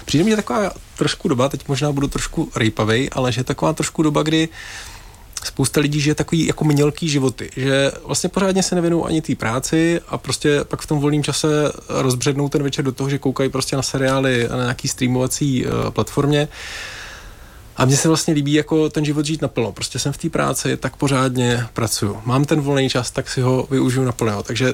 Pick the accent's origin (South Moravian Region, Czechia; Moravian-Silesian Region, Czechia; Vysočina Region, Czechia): South Moravian Region, Czechia; Brno; moved away as an adult; jsem se narodil v Brně a do 22 let jsem vlastně žil tam a to je město celkem v rovině